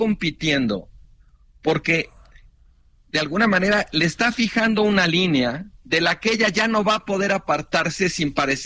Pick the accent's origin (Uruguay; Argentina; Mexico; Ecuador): Mexico; Cuando dice con nosotros fue muy respetuoso, ese nosotros no somos los mexicanos.